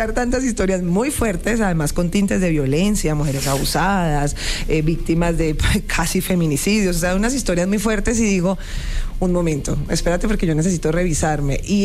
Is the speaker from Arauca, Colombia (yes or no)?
no; Cali, Valle del Cauca, Colombia; now in Bogotá, Colombia; Sí, yo soy caleña, ve. Desde Cali, Colombia. Yo vengo de Bogotá, porque yo vivo en Bogotá, pero yo soy de Cali.